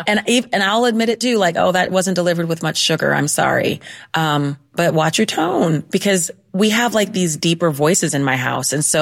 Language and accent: English; Ohio, United States; accent: Midwestern; It's like straight lace. I'm from Ohio, Midwestern, like newscasters study our voices.